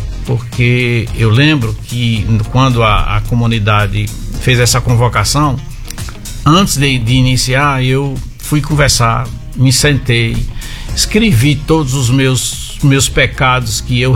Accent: Acajutiba, Bahia, Brazil; born there; moved away as an adult; also born or lived in Rodolfo Fernandes / Natal; now in Mossoró, Brazil; Eu nasci na cidade de Acajutiba, na Bahia.

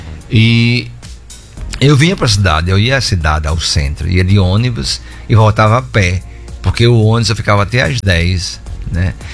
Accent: Mossoró, Rio Grande do Norte, Brazil; Eu nasci em 56, em Mossoró. Eles tinham acabado pouco tempo de chegar em Mossoró.

